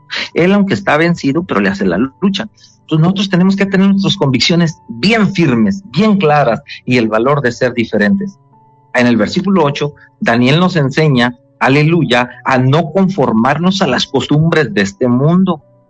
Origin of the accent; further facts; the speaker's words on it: Mexico; also born or lived in United States; si nosotros somos mexicanos y llegamos a los Estados Unidos